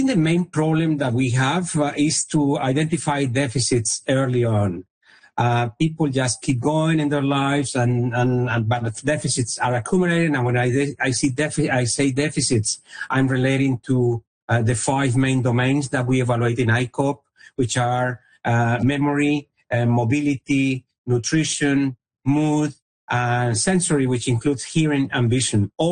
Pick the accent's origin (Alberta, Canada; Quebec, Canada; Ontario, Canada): Quebec, Canada; also born or lived in Australia; when I moved from Australia 4 years ago back to Quebec, I was honestly surprised that there was no implementation of iCOPE in Canada.